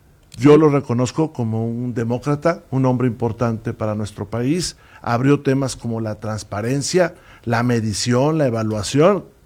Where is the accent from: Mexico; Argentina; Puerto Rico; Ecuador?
Mexico; Saltillo, Coahuila; venden allá en Saltillo, es pan de pulque también. De esa fusión entre tlaxcaltecas y españolas, que es mi pueblo querido.